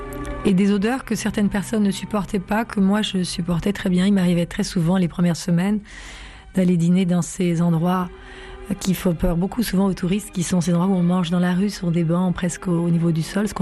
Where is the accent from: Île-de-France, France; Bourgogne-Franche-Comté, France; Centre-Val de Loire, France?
Île-de-France, France; Paris; je suis française